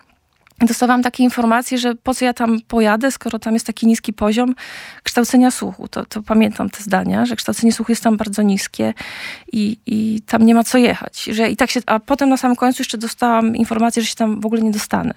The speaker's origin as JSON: {"language": "Polish", "region": "Polish highlands", "country": "Poland", "moved": "as an adult", "said": "jako góral"}